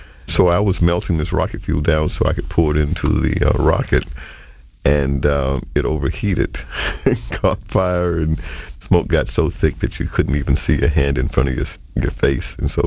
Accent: Mobile, Alabama, United States; I grew up in Alabama. It was Mobile, Alabama.

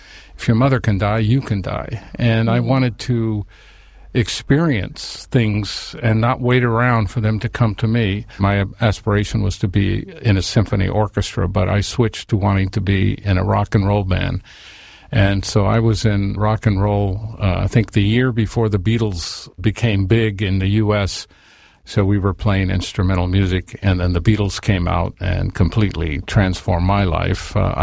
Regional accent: United States; I grew up on the Mexican border, and 83% of the students in my school were Spanish-speaking, and I was in the minority of English-speaking.

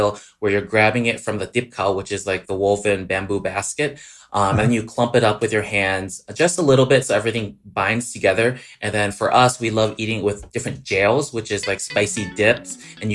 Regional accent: Wisconsin, United States; So my family's from Southern Laos and I grew up in Wisconsin, but with my mom always cooking Lao food at home.

